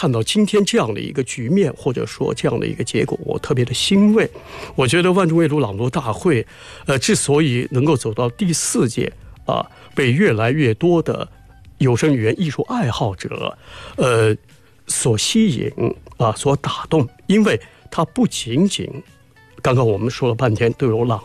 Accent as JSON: {"language": "Chinese", "town": "Nanjing", "region": "Jiangsu", "country": "China", "said": "我作为南京人"}